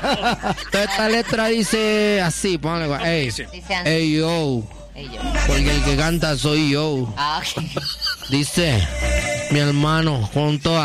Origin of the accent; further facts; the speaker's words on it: Puerto Rico, Caquetá, Colombia; Puerto Rico, Caquetá, una zona bien caliente, mi hermano.